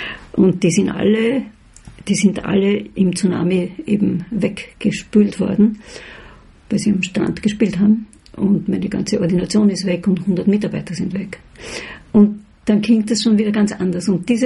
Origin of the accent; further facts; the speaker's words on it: Vienna, Austria; Aber zurück zur Frage, also ich bin Wienerin und bleibe es auch. Und da gehöre ich hin.